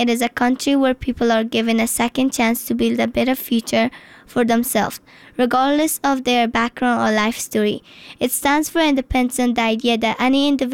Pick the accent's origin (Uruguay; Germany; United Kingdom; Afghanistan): Afghanistan; now in United States; I'm from Afghanistan. I'm a student at Utah International Charter School.